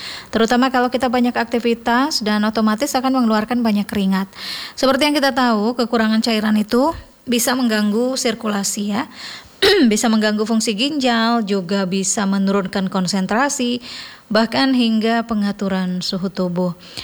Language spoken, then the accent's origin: Indonesian; Tarakan, North Kalimantan, Indonesia; kita juga sebagai warga Kota Tarakan